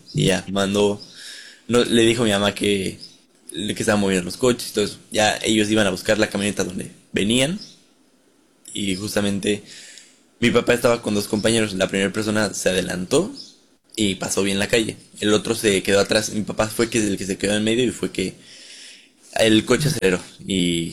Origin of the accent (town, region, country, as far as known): Mexico